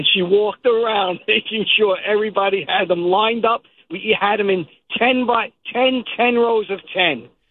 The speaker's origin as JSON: {"language": "English", "region": "New York", "country": "United States", "tie": "born or raised there", "said": "I went to a Catholic grammar school in the late 60s in Williamsburg, Brooklyn."}